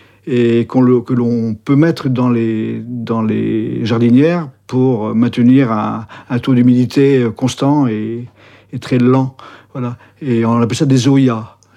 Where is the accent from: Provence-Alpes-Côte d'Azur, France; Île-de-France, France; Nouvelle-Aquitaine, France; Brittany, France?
Brittany, France; je suis breton